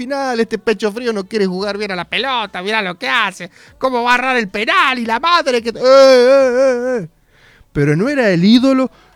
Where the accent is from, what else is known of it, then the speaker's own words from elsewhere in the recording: Argentina; que la Argentina son todos pechos fríos, porque somos así.